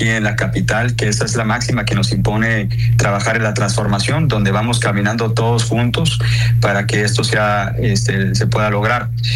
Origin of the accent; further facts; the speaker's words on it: Sonora, Mexico; Y yo soy una persona agradecida como buen sonorense